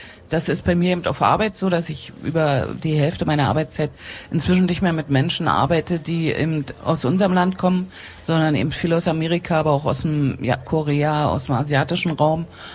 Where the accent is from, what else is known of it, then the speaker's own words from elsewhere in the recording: East Germany, Germany; Ich komme aus dem Osten.